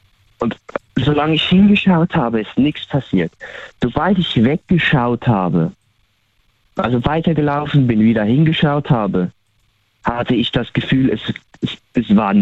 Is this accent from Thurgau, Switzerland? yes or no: yes; Thurgau, Switzerland; Thurgau. Thurgau und Thurgau, Solothurn, beides. Bisschen.